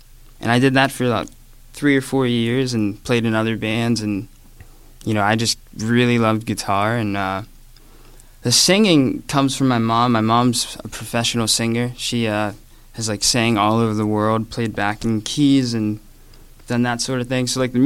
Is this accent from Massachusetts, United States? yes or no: no; West Mifflin, Pennsylvania, United States; Yes. I'm from West Mifflin, PA. I grew up with a theme park, like right in my window vicinity, first job.